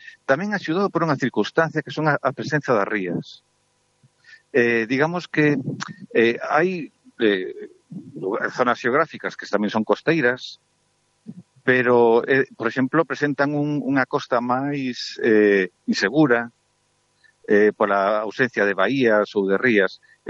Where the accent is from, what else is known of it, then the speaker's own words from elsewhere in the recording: Galicia, Spain; Temos que decir que, os galegos non somos celtas.